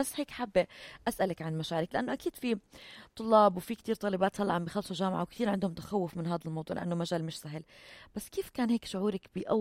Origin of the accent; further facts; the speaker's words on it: Jordan; عندنا بالأردن